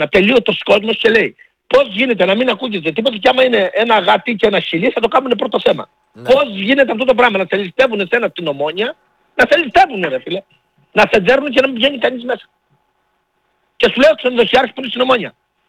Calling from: Crete, Greece

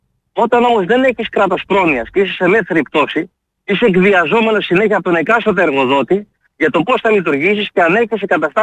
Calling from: Katerini, Central Macedonia, Greece; από Κατερίνη.

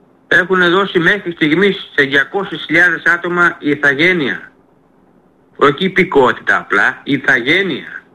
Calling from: Greece

